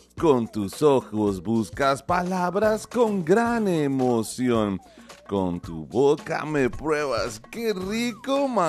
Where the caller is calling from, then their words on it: Nuevo Laredo, Tamaulipas, Mexico; de Nuevo Laredo y la respuesta es sí